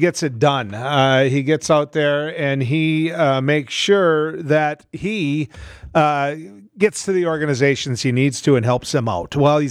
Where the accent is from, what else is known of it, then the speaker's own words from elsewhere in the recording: Mantador, North Dakota, United States; Which is my hometown.